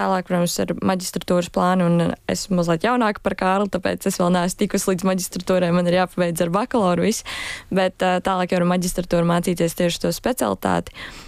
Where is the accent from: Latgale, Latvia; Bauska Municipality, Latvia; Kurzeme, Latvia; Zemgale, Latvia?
Bauska Municipality, Latvia; sanāca tā arī uzaugts, arī esmu no Bauskas puses.